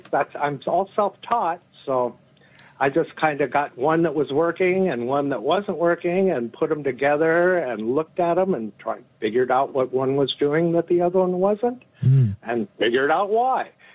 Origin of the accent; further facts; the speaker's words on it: San Diego, California, United States; I was originally from San Diego, and we moved up here 30 years ago and have never left.